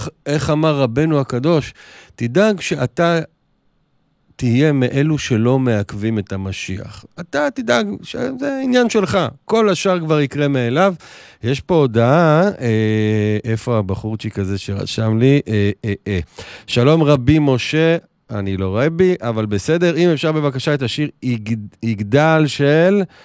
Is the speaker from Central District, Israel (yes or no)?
yes; Netanya, Central District, Israel; גם אני גדלתי בבית כנסת מרוקאי כזה, הם הבנים בנתניה, אבי זכרו לברכה, היה הגבאי של בית הכנסת הזה המון המון שנים, ושם ספגנו וקיבלנו את התרבות והיראה המרוקאית.